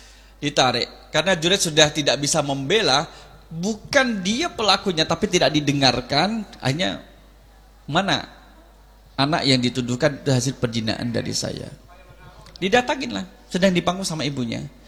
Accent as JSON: {"language": "Indonesian", "town": "Sleman", "region": "Special Region of Yogyakarta", "country": "Indonesia", "said": "Saya dari Sleman. Bapak Ibu pernah di Sleman lihat ibu-ibu hamil mengeluarkan anak sapi?"}